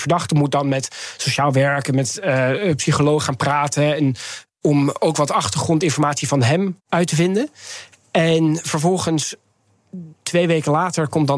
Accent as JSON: {"language": "Dutch", "country": "Netherlands", "tie": "born or raised there", "said": "Ik ben opgegroeid in Nederland."}